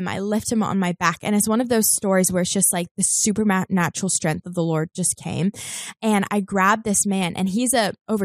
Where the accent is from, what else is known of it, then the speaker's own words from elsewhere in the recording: New Zealand; moved away as an adult; now in Los Angeles, United States; I just moved to LA. I grew up in New Zealand, moved to LA. I'm doing my master's at Fuller Seminary.